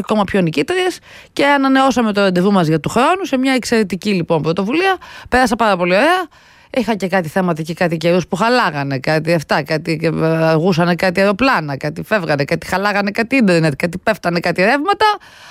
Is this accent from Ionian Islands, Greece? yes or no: no; Athens, Attica, Greece; Εδώ είναι ο τόπος μου, η Αθήνα, αγαπημένο μέρος